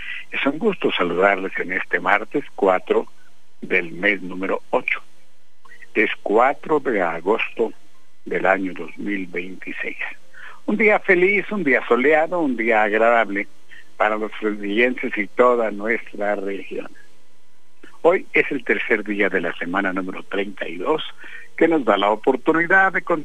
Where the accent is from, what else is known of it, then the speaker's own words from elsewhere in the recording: Mexico; a nosotros como mexicanos